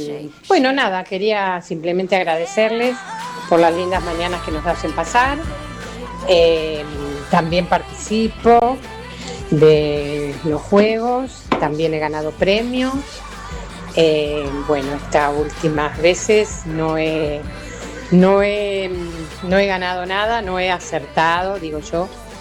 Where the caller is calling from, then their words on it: San Cayetano, Buenos Aires Province, Argentina; de San Cayetano.